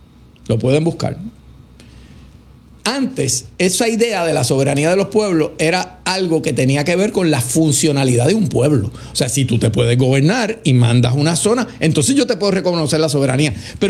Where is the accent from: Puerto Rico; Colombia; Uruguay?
Puerto Rico; en Puerto Rico tenemos el tax local más alto de todo el sistema federal